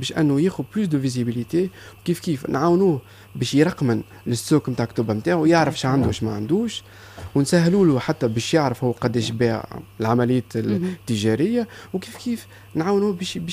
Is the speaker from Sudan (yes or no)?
no; Tunisia; انا كتونسي